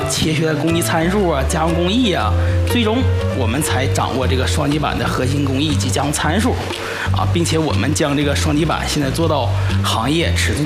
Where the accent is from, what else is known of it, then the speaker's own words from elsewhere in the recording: China; 外国人能做的，咱中国人一定能做，而且还可以做得更好。